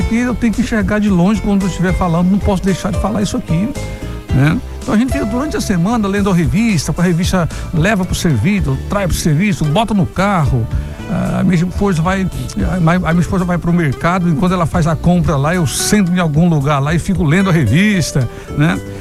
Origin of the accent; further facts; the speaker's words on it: Gurupi, Tocantins, Brazil; moved away; Eu sou de Gurupi, lá havia umas divisões nas batistas lá e também nas presbiterianas.